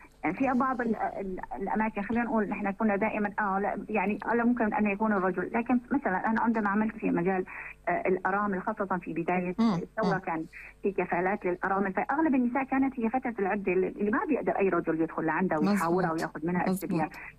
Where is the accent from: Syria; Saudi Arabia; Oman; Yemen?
Syria; وكمجتمع محلي قدرنا فورا أن نستطيع أن ننصهر جميعا في منطقة واحدة وأننا سوريون.